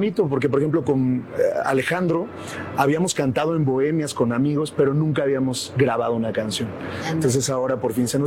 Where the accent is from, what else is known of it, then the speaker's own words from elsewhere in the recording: Huamantla, Tlaxcala, Mexico; Pues vengo de Huamantla, al final como digo, que uno sale del pueblo, pero el pueblo no sale de uno.